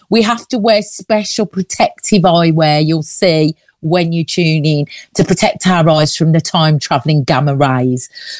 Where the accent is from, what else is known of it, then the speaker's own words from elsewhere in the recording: Birmingham, West Midlands, United Kingdom; now in London, United Kingdom; I am originally from Birmingham, although I have to emphasise that I now live in London because I'm a full-time drag king.